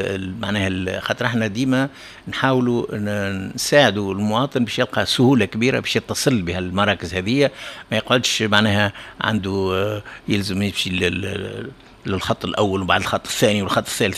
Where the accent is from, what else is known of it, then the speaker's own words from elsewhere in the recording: Tunisia; دوك في عندنا في تونس عيادات في مستشفى الرازي في مستشفى مونفلوري في الورديه